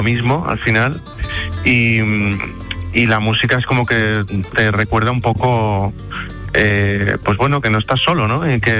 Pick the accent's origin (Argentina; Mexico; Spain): Spain; Seville, Andalusia; moved away; tengo muchas ganas de volver a mi tierra, de volver a Sevilla